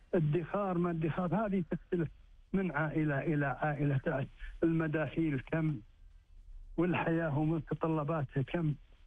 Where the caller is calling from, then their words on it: Dammam, Eastern Province, Saudi Arabia; من الدمام أتكلم